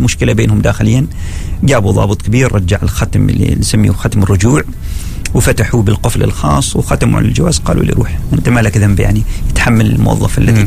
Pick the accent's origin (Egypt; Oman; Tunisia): Oman; ونحن عندنا كانت دخول المكسيك بالنسبة لنا كعماني إما بالفيزا الأمريكية أو الفيزا التشينغن الأوروبية